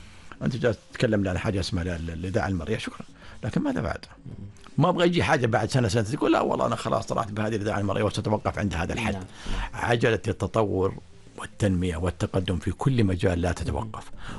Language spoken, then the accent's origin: Arabic; Oman; أنا أبدع لأني عماني، أنا أبدع لأني خليجي